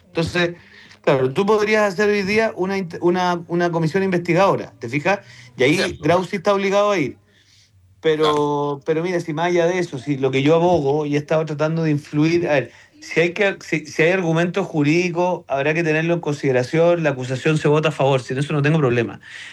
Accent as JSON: {"language": "Spanish", "country": "Chile"}